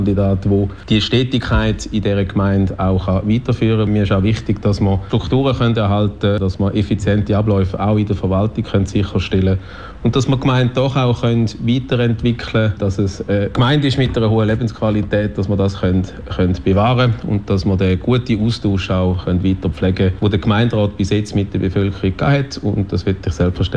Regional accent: Buchberg, Schaffhausen, Switzerland; Buchberg ist Heimat. Ich bin aufgewachsen in Buchberg. Ich finde das der absolut schönste Ort, wo man kann wohnen kann. Ich wohne jetzt auch seit 2012 wieder mit meiner Frau und mittlerweile 2 Kindern in diesem wunderschönen Dorf. Ich bin sehr verbunden mit dem Dorf.

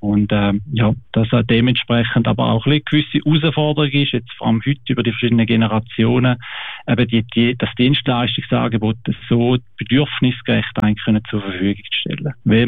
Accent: Wilchingen, Schaffhausen, Switzerland; Mein Vater ist von Helsinki. Schon lange aber in der Schweiz und meine Mutter ist von Wilchingen. Wir sind in Zwichingen aufgewachsen. Ich habe also mehr die Wurzeln da in der Schweiz

